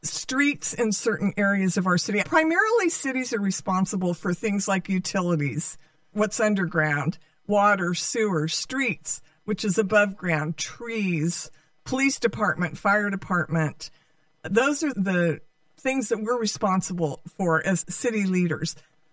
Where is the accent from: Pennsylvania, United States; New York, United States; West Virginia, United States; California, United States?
California, United States; Modesto; also born or lived in Oakland / Texas / San Francisco; I was born in Modesto, 1954, raised in Modesto, attended school here, graduated from high school, left for about 10 years after high school when I went to nursing school in Oakland